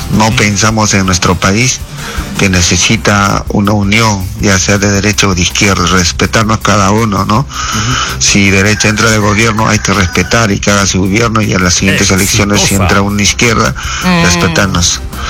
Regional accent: Peru; trabajando como siempre, cambiando. Como todo peruano.

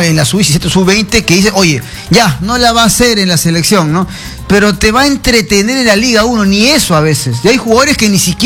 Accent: Peru

